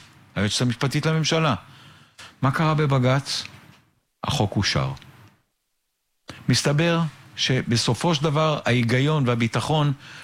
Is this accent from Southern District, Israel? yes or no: yes; Beersheba, Southern District, Israel; אני גדלתי בבאר שבע.